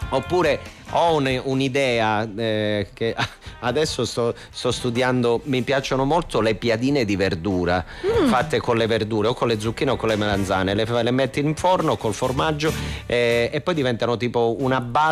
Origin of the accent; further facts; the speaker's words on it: Calabria, Italy; now in Rome, Italy; io, nonostante abiti, viva a Roma da 26 anni, credo, 27, sono molto molto legato alla mia terra, anche perché la mia famiglia sta giù. D'estate vado al mare in Calabria